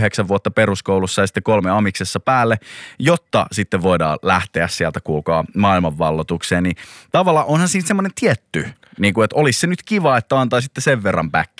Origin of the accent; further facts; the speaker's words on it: Helsinki, Uusimaa, Finland; mä oon itse Pohjois-Helsingistä